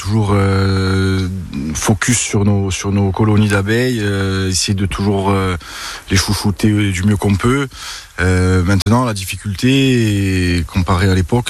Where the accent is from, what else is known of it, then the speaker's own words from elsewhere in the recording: Corsica, France; nous chez nous en Corse